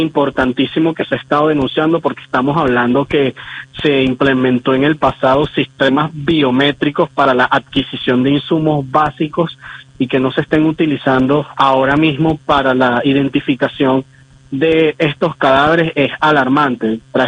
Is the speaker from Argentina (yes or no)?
no; Venezuela